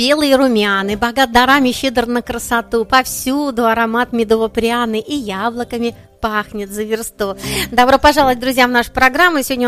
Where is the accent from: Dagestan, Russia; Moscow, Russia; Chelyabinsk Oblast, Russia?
Dagestan, Russia; Khasavyurt; А работаем мы в пекарне, печем хлеб. Мы из Хасавюрта.